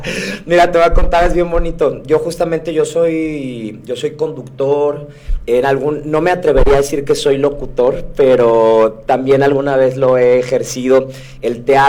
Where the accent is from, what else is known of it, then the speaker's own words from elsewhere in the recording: Mexico City, Mexico; now in Acapulco, Mexico; Yo soy nacido en la Ciudad de México, soy descendiente de michoacanos y jaliscienses.